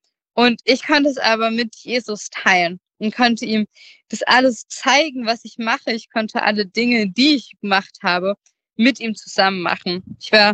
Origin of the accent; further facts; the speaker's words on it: Germany; moved away as an adult; now in Austria; vielleicht hört ihr schon, ich komme gar nicht aus Österreich, sondern ich komme aus Deutschland und ich wohne ziemlich weit weg. Als ich nach Österreich gekommen bin, sind wir 9 Stunden mit dem Auto gefahren